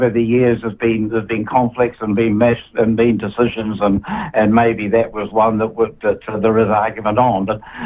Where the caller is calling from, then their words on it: Wellington, New Zealand; I'm calling from Wellington. I know you don't particularly like Wellington, but don't judge us all by the, political figures there.